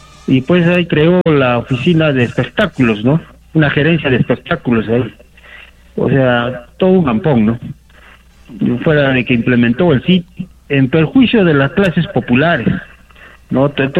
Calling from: Arequipa, Peru; yo llamo de Cono Norte, ¿no?, donde está el segmento popular de provincia

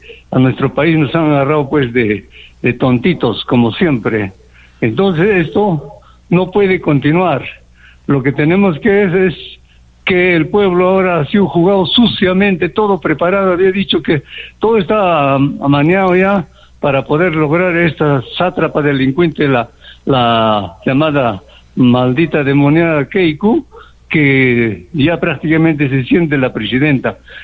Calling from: Peru

